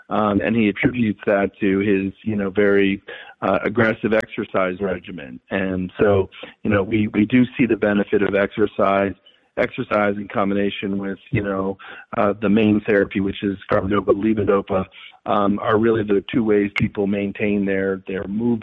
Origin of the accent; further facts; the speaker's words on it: Pennsylvania, United States; I'm again going to draw on Pennsylvania, which is my home state.